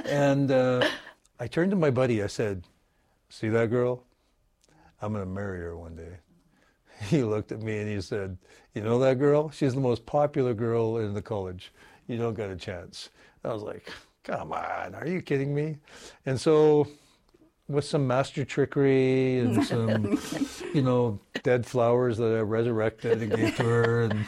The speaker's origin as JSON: {"language": "English", "region": "British Columbia", "country": "Canada", "tie": "born or raised there", "also_born_or_lived": "Manitoba", "said": "Grew up in the Okanagan, and my parents left quite early, right after I was born. And it was a great place, the land of peaches and beaches."}